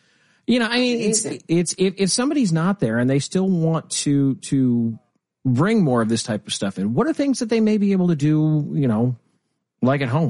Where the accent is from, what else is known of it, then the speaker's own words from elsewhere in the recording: Nebraska, United States; Yeah, because I'm from Nebraska.